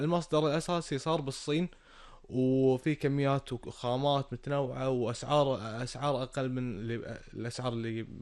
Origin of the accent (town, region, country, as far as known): Kuwait